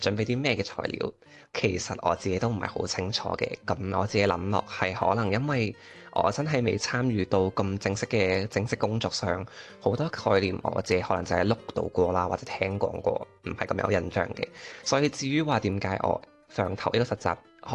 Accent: Macau; 咁我係嚟自澳門嘅。

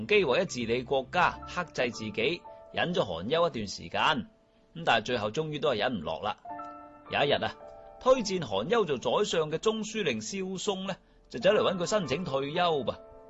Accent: China; 我发现我哋中国人自古以嚟呢对于朝廷嘅大臣呢習慣咗一个所谓嘅中间议员格局

